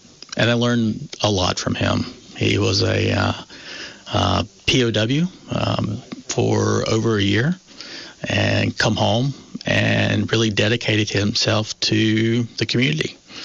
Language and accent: English; North Carolina, United States; now in Vermont, United States; I grew up in North Carolina.